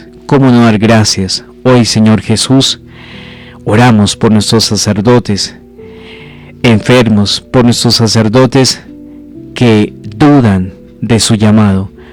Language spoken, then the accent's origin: Spanish; Colombia; pero también como pueblo colombiano.